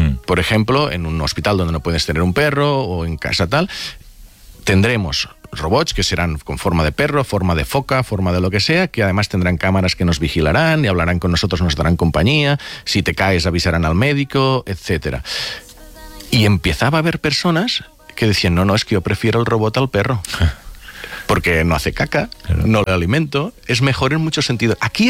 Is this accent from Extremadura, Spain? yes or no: no; Catalonia, Spain